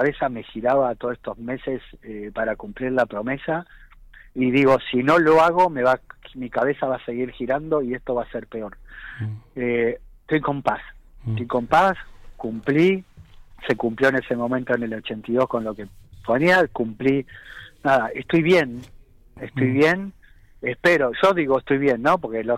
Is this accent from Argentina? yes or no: yes; Argentina; cuando nosotros como argentinos